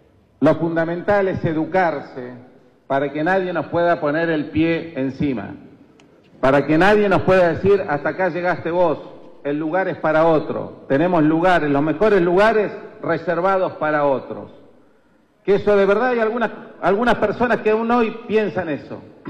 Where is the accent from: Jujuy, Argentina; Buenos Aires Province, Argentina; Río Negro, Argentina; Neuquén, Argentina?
Neuquén, Argentina